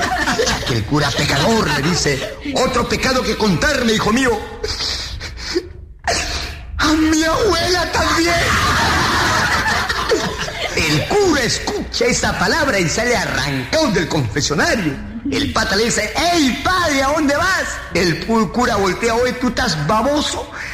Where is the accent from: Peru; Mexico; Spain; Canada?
Peru; Amazonas; now in Lima, Peru; Yo recuerdo que hace 2 años llegué a la capital, vine de mi tierra de Amazonas